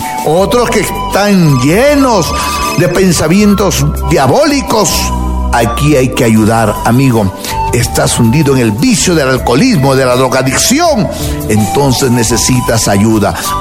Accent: Huancabamba, Piura, Peru; Tengo artes místicas de mi tierra, Huancabamba.

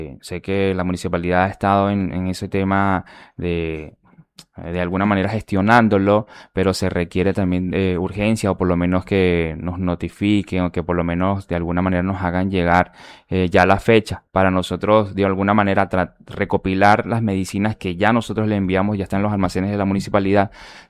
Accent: Venezuela; now in Tarapoto, Peru; Estamos sumamente agradecidos como venezolanos.

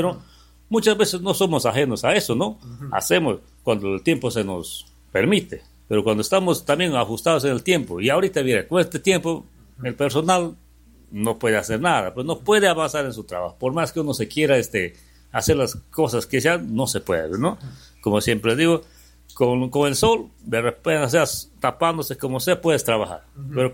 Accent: Bellavista, San Martín, Peru; now in Lamas, Peru; Por si yo no soy de Lamas, pues, ¿no? Yo soy de Bellavista, pero ya me siento ser parte de Lamas porque vivo acá, me cobija Lamas, mi familia es de acá

